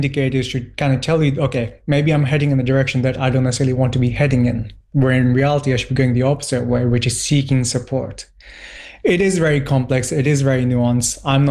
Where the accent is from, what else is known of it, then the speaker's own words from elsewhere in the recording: Pakistan; now in United Kingdom; I was raised in Pakistan until we immigrated to the UK.